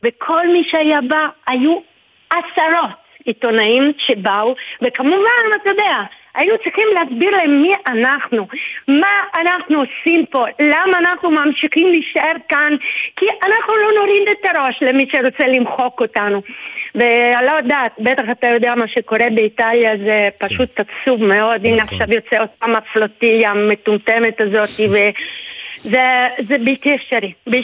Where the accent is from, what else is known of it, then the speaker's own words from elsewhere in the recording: Rome, Lazio, Italy; accent: Italian; Hebrew is a second language; now in Kibbutz Sasa, Israel; נכון, אני מרומא, אבל כבר הרבה שנים אני חברת קיבוץ סאסה.